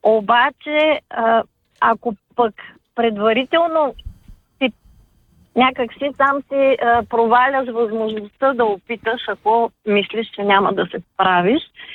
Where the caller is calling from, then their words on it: Sofia, Sofia City, Bulgaria; от София.